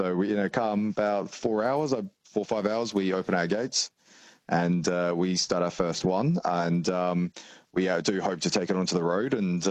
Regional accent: England, United Kingdom; I'm English, so my ancestors would have been running away from the Viking. But it is quite possible, like especially if in the north of England, that I do have some Viking heritage in me.

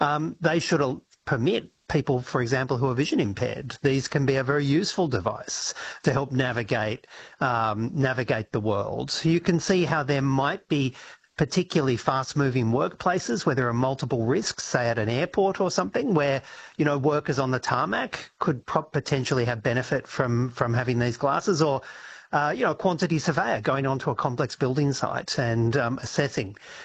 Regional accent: New South Wales, Australia; You know, there are prohibitions in my home state of New South Wales, for example, about covert surveillance at work.

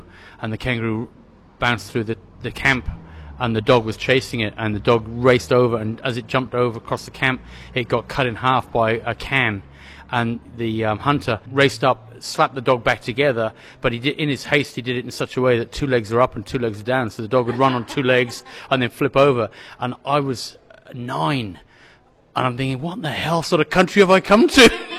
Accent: Wales, United Kingdom; now in Australia; So, I'm a Welshman originally.

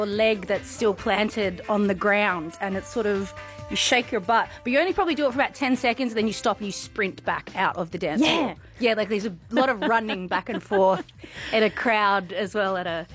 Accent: Queensland, Australia; also born or lived in Melbourne / Darwin; now in Northern Territory, Australia; But I grew up in Queensland, but it's not really a part of this story. And I moved to the NT from Melbourne.

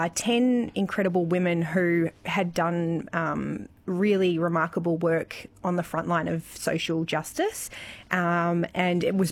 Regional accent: Victoria, Australia; Well, I grew up here in Gippsland and then, like most country kids, couldn't wait to explore the world and see all the big stories.

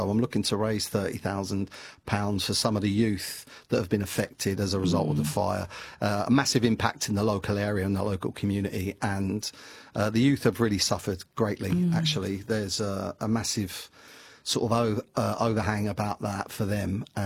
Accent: London, United Kingdom; because I'm a Londoner, I kind of have to have a little sniff around and have a little look.

